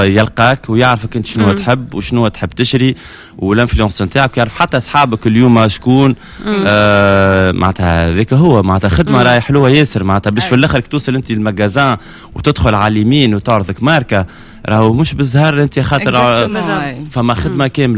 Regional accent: Tunisia

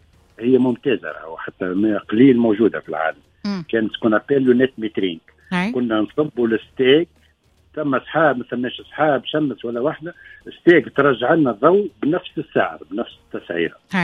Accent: Tunisia; عندنا في تونس

